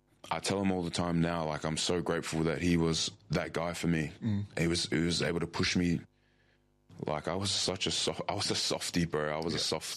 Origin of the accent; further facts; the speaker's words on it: Perth, Western Australia, Australia; I grew up in Mullaloo, like Joondalup. And I've lived there. I still live there now. I'm still in my family home at the moment, with my parents. But yeah, that's where I grew up.